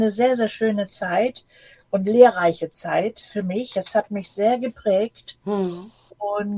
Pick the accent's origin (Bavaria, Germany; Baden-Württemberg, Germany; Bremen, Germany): Bremen, Germany; Bremerhaven; now in Hamburg, Germany; Ja, ich komme aus Bremerhaven.